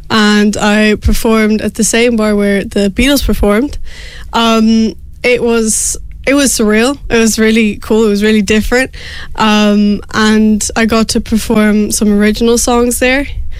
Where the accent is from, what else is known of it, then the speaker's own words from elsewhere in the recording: South Africa; now in Wicklow, Ireland; I am originally from South Africa, but I live in Wicklow.